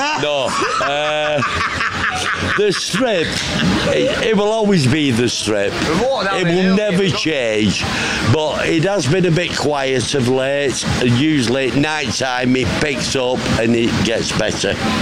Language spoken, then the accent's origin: English; Blackburn, North West England, United Kingdom; From Blackburn.